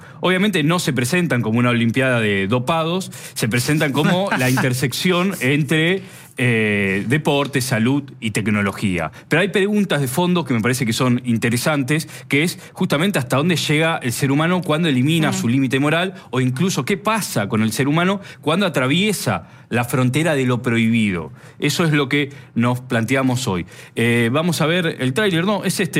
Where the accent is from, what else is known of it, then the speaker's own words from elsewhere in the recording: Rosario, Santa Fe, Argentina; soy rosarino.